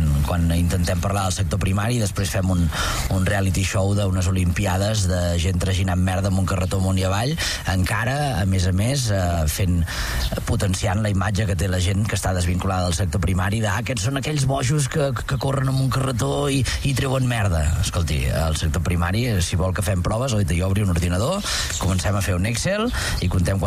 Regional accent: Catalonia, Spain; som catalans

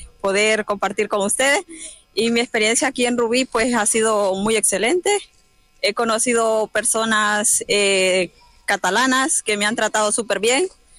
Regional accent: Honduras; moved away; Uno migrando puede ayudar a sus familiares, por ejemplo, en mi país, que soy de Honduras, puedo ayudarlos económicamente

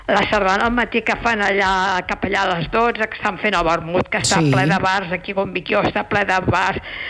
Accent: La Pobla de Lillet, Catalonia, Spain; now in Sabadell, Spain; soc de la Pobla de Lillet

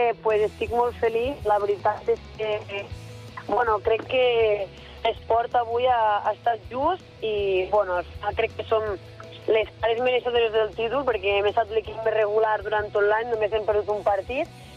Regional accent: Vila-sana, Catalonia, Spain; amb el club del meu poble

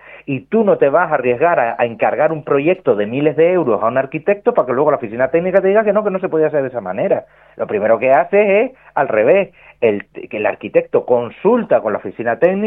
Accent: Canary Islands, Spain; con el desfase total que tenemos en Canarias

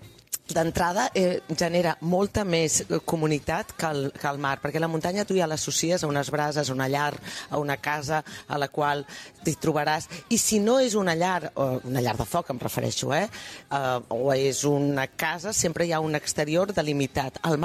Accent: Granollers, Catalonia, Spain; jo soc filla de Granollers, per tant, ja comencem, que d'origen soc d'interior.

